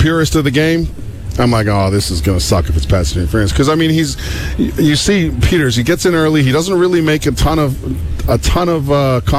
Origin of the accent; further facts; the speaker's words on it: Ontario, Canada; We're both from Ontario.